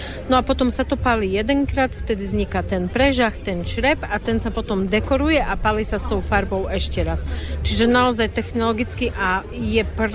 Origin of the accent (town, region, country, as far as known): Snina, Prešov Region, Slovakia; born or raised there